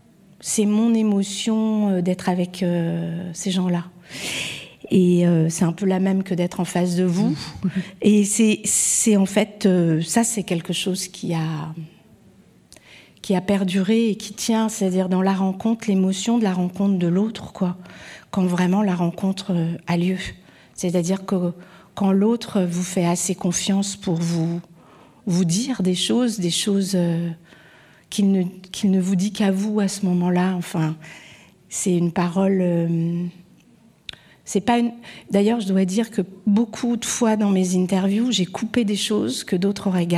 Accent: Malakoff, Île-de-France, France; les gens dont j'habite à Malakoff.

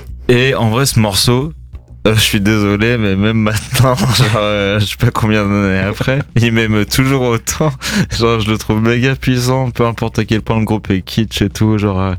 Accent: Lorient, Brittany, France; Parce que je suis de Lorient et il y a la côte et tout ça.

